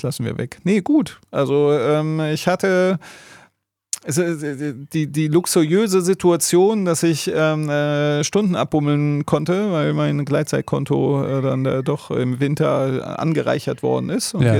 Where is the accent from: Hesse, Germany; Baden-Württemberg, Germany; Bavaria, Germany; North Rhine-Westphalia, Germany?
Hesse, Germany; Wetzlar; born there; aber ich bin in Wetzlar an der Lahn geboren.